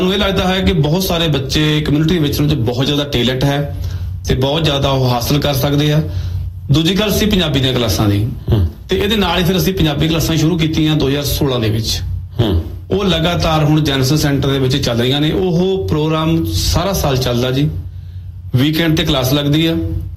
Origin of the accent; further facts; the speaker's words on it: Punjab, India; ਜਿਵੇਂ ਮੈਂ ਤੇ ਤੁਸੀਂ ਅਸੀਂ ਪੰਜਾਬ ਦੇ ਪਿੰਡਾਂ ਵਾਲੇ ਸਕੂਲਾਂ ਚ ਪੜ੍ਹੇ, ਫੱਟੀ ਵਾਲਿਆਂ ਦੇ ਵਿੱਚ